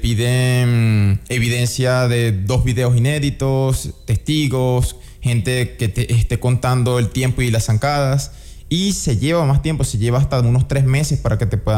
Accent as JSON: {"language": "Spanish", "country": "Venezuela", "moved": "as an adult", "lives_now": "Baños, Ecuador", "said": "yo soy de Venezuela."}